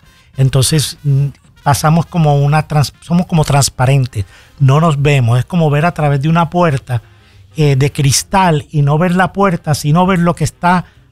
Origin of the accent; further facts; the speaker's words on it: Colombia; Yo soy colombiano, voy a Colombia.